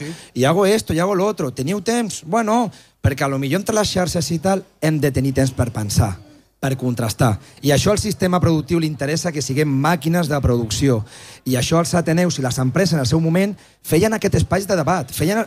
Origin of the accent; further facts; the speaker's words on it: Terrassa, Catalonia, Spain; Jo soc del Vallès de Terrassa, no? I vaig a Badia. Vaig a barris de Sabadell, de Terrassa.